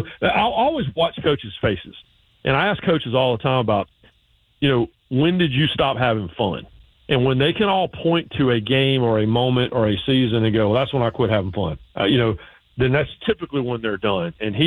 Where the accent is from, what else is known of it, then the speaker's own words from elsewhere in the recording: Raleigh, North Carolina, United States; That's how I grew up in Raleigh, and that hadn't changed a whole lot.